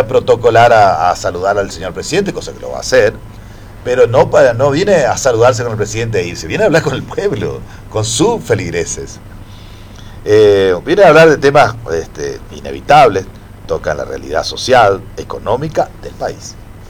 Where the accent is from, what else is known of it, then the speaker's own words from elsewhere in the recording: Argentina; como la Argentina, viste, que somos tan contradictorios